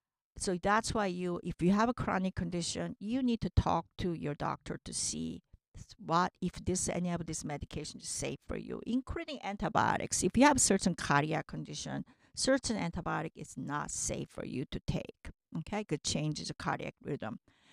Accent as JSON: {"language": "English", "country": "United States", "said": "and I'm from North America, you know, from U.S."}